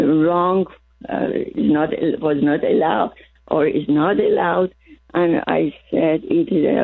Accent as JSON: {"language": "English", "country": "Turkey", "lives_now": "California, United States", "said": "Yeah, Turkey."}